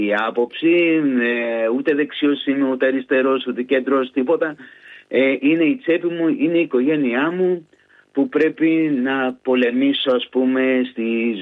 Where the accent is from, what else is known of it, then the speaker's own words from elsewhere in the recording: Greece; moved away as an adult; also born or lived in Gothenburg, Sweden; now in Helsingborg, Sweden; εμείς σαν Έλληνες